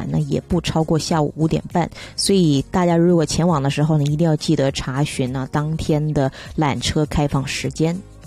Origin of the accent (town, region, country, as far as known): China